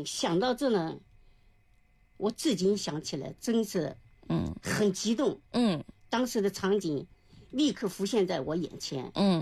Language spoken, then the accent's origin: Chinese; Bengbu, Anhui, China; 我们是安徽的嘛，对吧？是蚌埠的，是个小城市。